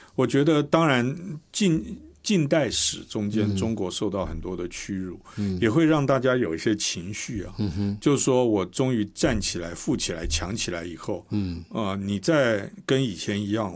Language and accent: Chinese; Taiwan; 我们台湾人